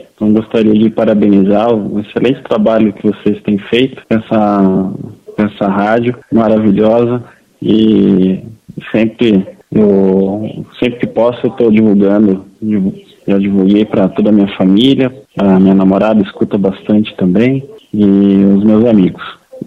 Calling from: Indaiatuba, São Paulo, Brazil; eu sou aqui da cidade de Indaiatuba.

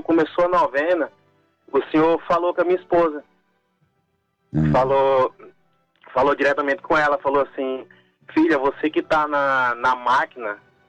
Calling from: Mogi Guaçu, São Paulo, Brazil; Eu falo de Mogi Guaçu, São Paulo.

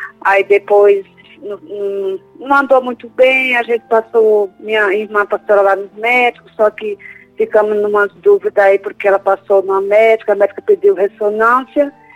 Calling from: São Paulo, Brazil; É de São Paulo.

